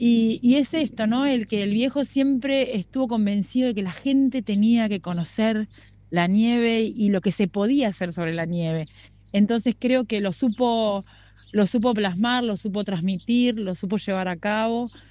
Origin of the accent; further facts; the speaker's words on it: Tierra del Fuego, Argentina; mi infancia acá en Tierra Mayor, si bien nosotros vivíamos en la ciudad